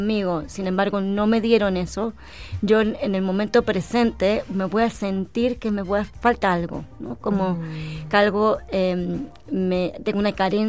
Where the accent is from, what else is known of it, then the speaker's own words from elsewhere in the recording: Argentina; now in Chile; yo soy argentina. Sí. Hace mucho tiempo que vivo en Chile